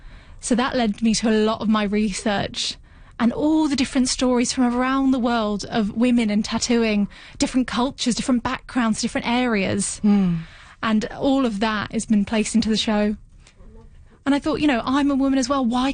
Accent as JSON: {"language": "English", "country": "Japan", "tie": "born or raised there", "second_language": "English", "lives_now": "London, United Kingdom", "said": "So I was born and grew up in Japan. I now live in London. But I was raised in Japan. So I've got, of course, that strong cultural heritage."}